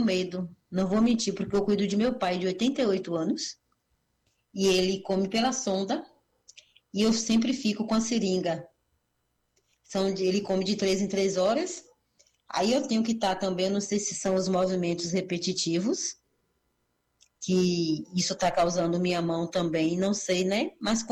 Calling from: Castro Alves, Bahia, Brazil; eu falo aqui de Castro Alves.

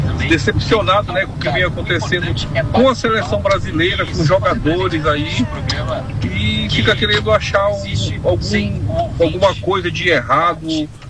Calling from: Brazil; como nós somos brasileiros

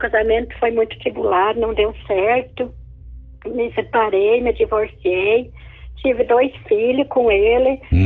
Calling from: Curitibanos, Santa Catarina, Brazil; Eu sou de Curitibano, Santa Catarina

